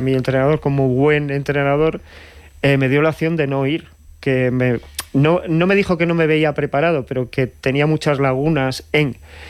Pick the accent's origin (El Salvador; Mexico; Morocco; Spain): Spain; Coín, Andalusia; mi pueblo, Coín, está a 80 kilómetros de Ronda.